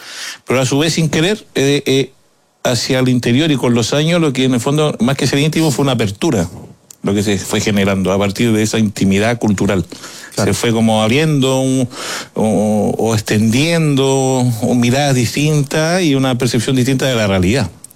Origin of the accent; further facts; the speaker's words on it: Lautaro, Araucanía, Chile; born there; Entonces, de pronto partía, no sé, en Temuco, porque yo nací en Lautaro.